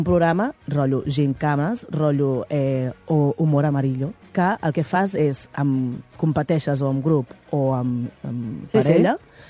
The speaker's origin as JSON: {"language": "Catalan", "town": "Hostalets de Balanyà", "region": "Catalonia", "country": "Spain", "tie": "born or raised there", "said": "El meu poble, Hostalets de Balanyà, va participar-hi. Va participar-hi l'any 2001. Jo tenia 10 anys."}